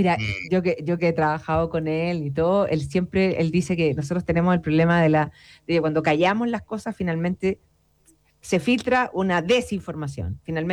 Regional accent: Chile; no solo para Chile, para todos los países, pero nosotros somos chilenos, por lo tanto nos importa eso.

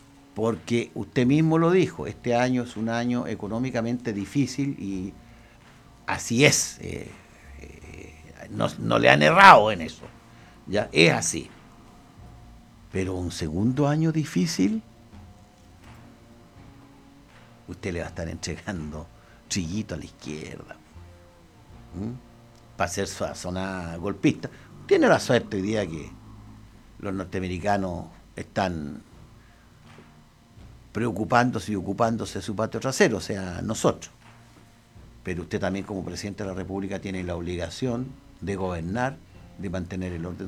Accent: Osorno, Los Lagos, Chile; Para nosotros como osorninos

